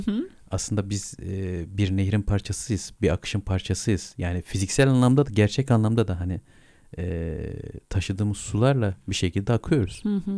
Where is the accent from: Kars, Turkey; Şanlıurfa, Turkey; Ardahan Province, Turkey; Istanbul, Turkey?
Şanlıurfa, Turkey; Ben Urfalıyım. Bizim yemekler zordur, baharatlıdır.